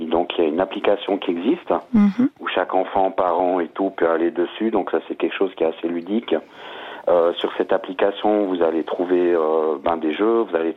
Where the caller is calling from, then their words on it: Sion, Valais, Switzerland; je vous appelle depuis le Valais, depuis Sion.